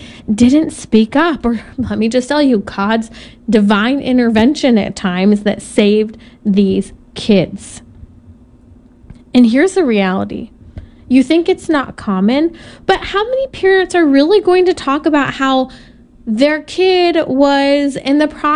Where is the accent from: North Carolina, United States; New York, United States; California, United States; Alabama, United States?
California, United States; I chose three states, my home state of California, Florida, and then Georgia